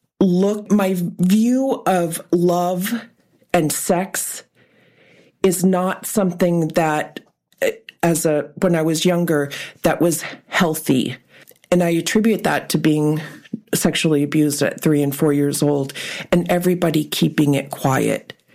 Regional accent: Kwethluk, Alaska, United States; born there; English is a second language; also born or lived in Tuntutuliak / Platinum / Bethel; now in Anchorage, United States; So I grew up in Queeslook, Tuntun, Platinum. My dad was a principal teacher and a pilot. But so I've spent a lot of time all over the Delta.

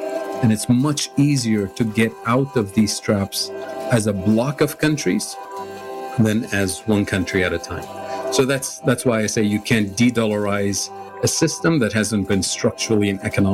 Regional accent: Tunisia; now in Ohio, United States; I teach economics at Denison University in Ohio. I'm originally from Tunisia

